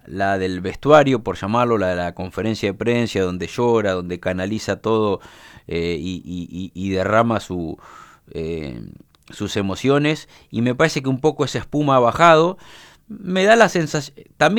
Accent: Argentina; somos argentinos.

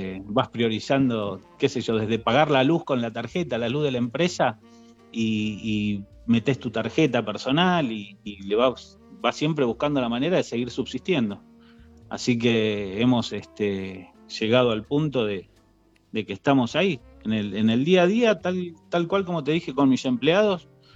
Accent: Buenos Aires, Argentina; now in Santa Rosa, Argentina; nosotros nos vinimos de Buenos Aires, toda la familia a vivir acá a Santa Rosa, La Pampa.

